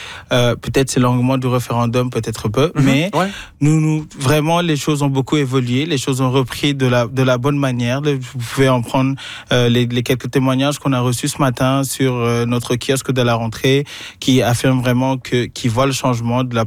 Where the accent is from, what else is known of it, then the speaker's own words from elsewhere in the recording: Paris, Île-de-France, France; Il faut savoir que moi, je viens de Paris. Fait comme à ce moment, j'étais à Paris en train de profiter du ciel gris de Paris.